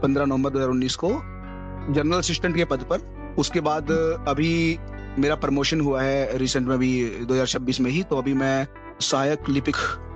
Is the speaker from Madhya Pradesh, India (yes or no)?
no; Haryana, India; also born or lived in Ayodhya, Uttar Pradesh (parents' origin); मैं हरियाणा से हूँ, बट मेरे माता पिता जो हैं वो मूल रूप से यूपी से हैं, अयोध्या से